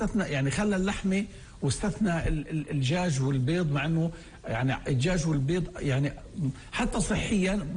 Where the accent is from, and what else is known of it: Palestine